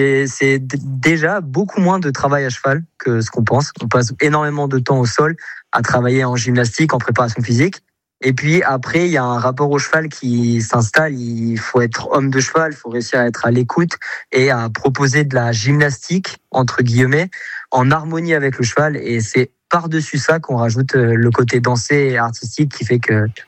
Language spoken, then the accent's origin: French; Saint-Hilaire-Bonneval, Nouvelle-Aquitaine, France; also born or lived in Lille / Le Mans; now in Saumur, France; Exactement, Saint-Hilaire-Bonneval, je suis né à Lille, j'ai grandi à Saint-Hilaire-Bonneval, et puis je me suis déplacé pour le sport au Mans, où je suis resté quelques années, et maintenant je suis à Saumur